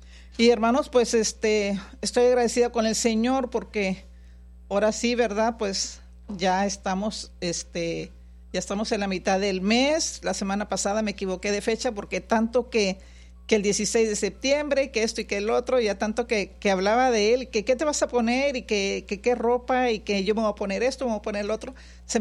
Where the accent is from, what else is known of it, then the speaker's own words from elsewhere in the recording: Reynosa, Tamaulipas, Mexico; now in United States; Porque pues soy mexicana, yo soy de Reynosa, y aunque viva aquí, aunque ya gracias a Dios soy ciudadana americana, pero pues yo nací allá en Reynosa